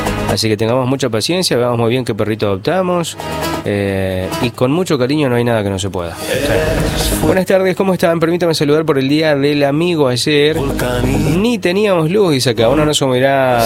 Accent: Argentina; Somos argentinos

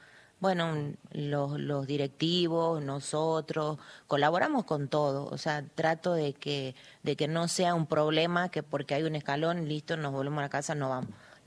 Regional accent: Palpalá, Jujuy, Argentina; Nosotros somos de Palpalá.

